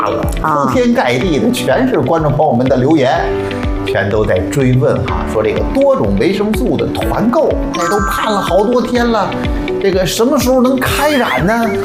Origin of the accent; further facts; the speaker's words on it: Xuzhou, Jiangsu, China; 大家好，我是来自徐州的